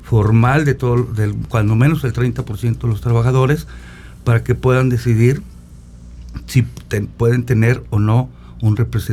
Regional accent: San Luis Potosí, Mexico; somos de San Luis, nos interesa el bienestar de San Luis.

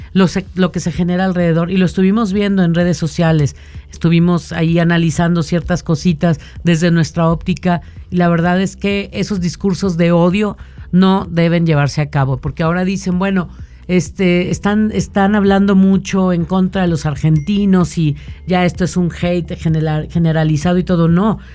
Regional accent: Mexico; los mexicanos somos una raza muy especial

